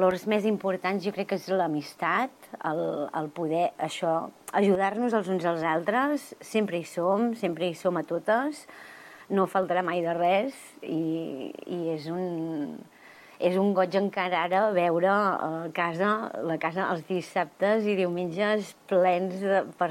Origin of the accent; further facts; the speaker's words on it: Manresa, Catalonia, Spain; Vaig néixer a Manresa i vaig créixer a Manresa i visc a Manresa.